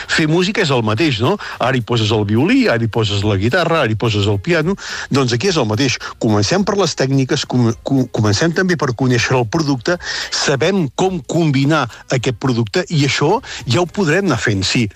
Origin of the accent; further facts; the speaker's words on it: Catalonia, Spain; Jo que sóc de la Garrotxa, doncs el farro